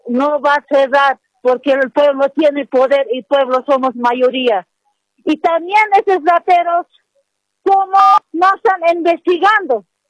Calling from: Ventilla, La Paz, Bolivia; Yo estoy llamando aquí de la provincia de Murillo, comunidad de Ventilla.

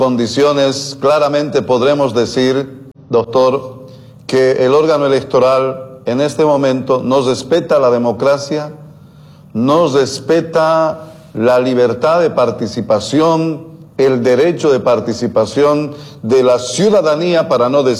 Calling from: Bolivia; también somos ciudadanos bolivianos

